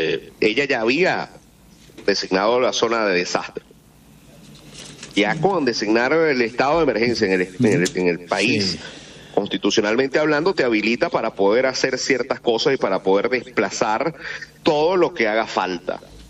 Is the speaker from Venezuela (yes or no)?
yes; Venezuela; born or raised there